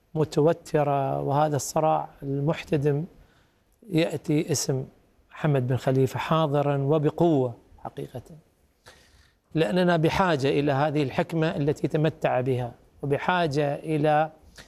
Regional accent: Qatar; نحن حتى كقطريين

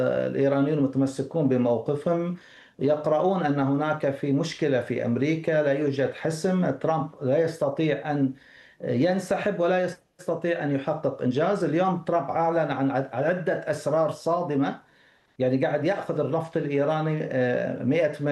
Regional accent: Kuwait; عندنا في الكويت

